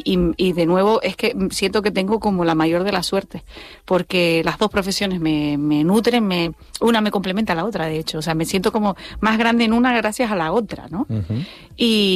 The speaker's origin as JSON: {"language": "Spanish", "region": "Canary Islands", "country": "Spain"}